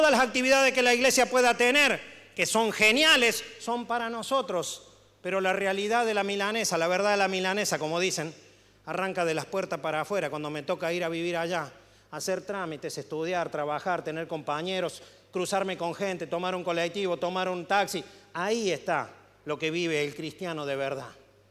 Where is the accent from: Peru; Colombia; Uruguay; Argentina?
Argentina; Córdoba; moved away; en mi caso como cordobés del interior, no de Córdoba capital, sino del interior, yo no sabía que mi papá usaba tantas palabras en quechua cuando yo crecí